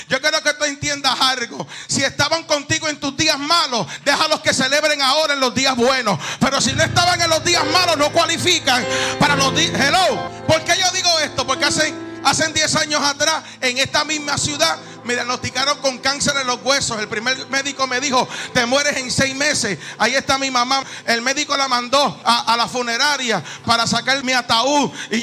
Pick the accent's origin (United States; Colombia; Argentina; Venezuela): United States; Newark, New Jersey; Yo soy de Newark, New Jersey. Yo fui nacido y criado en esta ciudad.